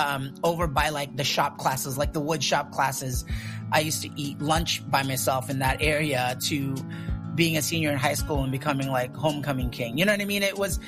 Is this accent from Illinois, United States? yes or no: no; Los Angeles, California, United States; born or raised there; English is a second language; also born or lived in Philippines